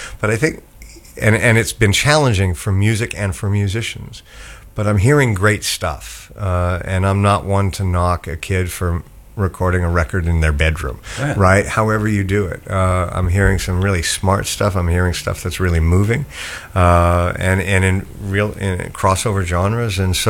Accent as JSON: {"language": "English", "town": "Toronto", "region": "Ontario", "country": "Canada", "tie": "born or raised there", "said": "So I grew up in Toronto, Canada"}